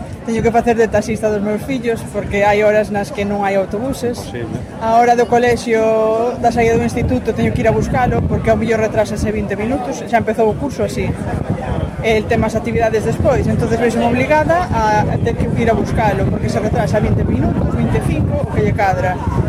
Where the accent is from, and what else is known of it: Mugardos, Galicia, Spain